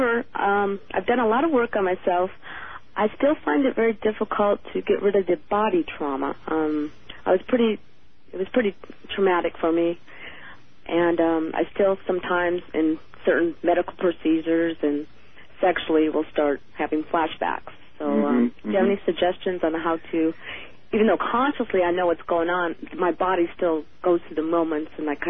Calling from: Kent, Washington, United States; I'm from Kent, Washington.

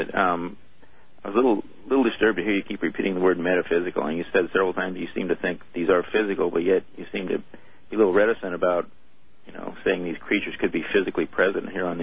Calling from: Seattle, Washington, United States; I'm from the Seattle area.

